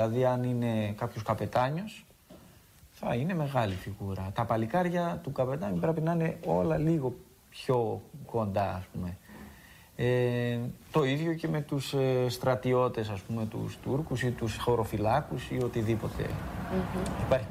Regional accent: Aridaia, Central Macedonia, Greece; Εγώ είμαι από την Αριδαία του νομού Πέλλας. Κατάγομαι από εκεί.

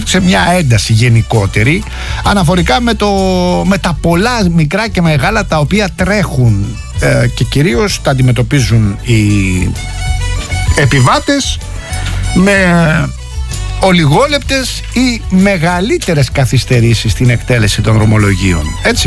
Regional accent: Rafina, Attica, Greece; τη Ραφίνα, την πατρίδα μου.

